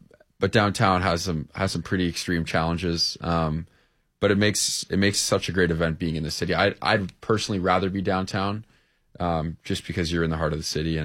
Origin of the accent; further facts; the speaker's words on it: Canada; I'm Canadian